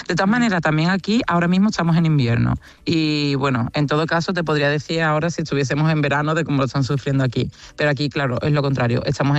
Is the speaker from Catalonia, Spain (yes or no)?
no; Cádiz, Andalusia, Spain